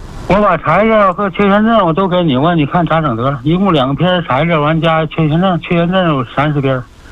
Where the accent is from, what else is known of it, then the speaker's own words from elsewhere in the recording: China; now in Shenzhen, China; 我现在我搁深圳住10多年了，我老家是西河的。